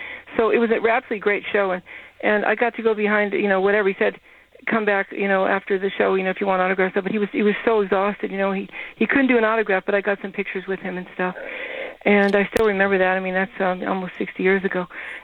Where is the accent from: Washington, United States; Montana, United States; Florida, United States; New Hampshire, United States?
Washington, United States; Seattle; I grew up in Seattle in the 60s